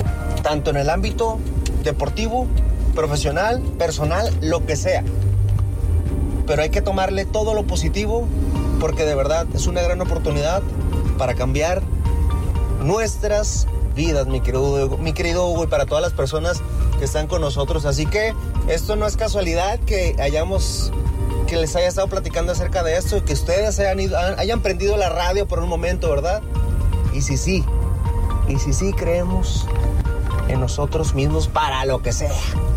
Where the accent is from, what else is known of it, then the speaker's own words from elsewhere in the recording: Monterrey, Nuevo León, Mexico; como neoleoneses también, como regiomontanos